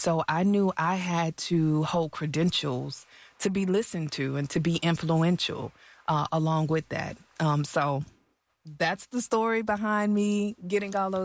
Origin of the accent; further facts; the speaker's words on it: Texas, United States; I was that homegirl from Harm Clark, Texas, where I grew up. The baby of the family, just a dreamer, always dreaming big.